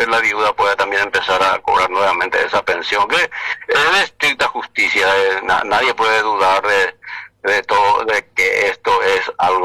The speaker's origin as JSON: {"language": "Spanish", "country": "Paraguay", "said": "yo soy un legislador paraguayo"}